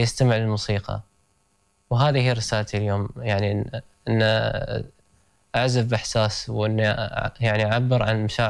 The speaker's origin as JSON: {"language": "Arabic", "country": "United Arab Emirates", "said": "أنا كإماراتي"}